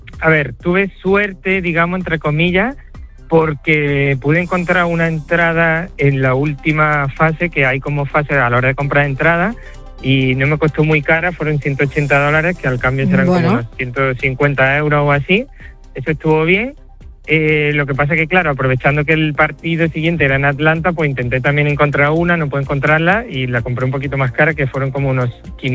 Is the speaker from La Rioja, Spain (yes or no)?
no; Córdoba, Andalusia, Spain; Y luego había otro hombre también de Córdoba que me dijo que era de un barrio de ahí cerca de mi casa